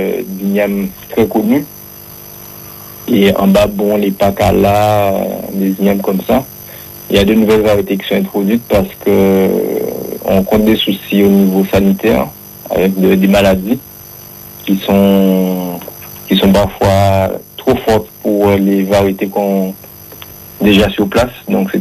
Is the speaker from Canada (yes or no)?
no; Les Abymes, Guadeloupe, France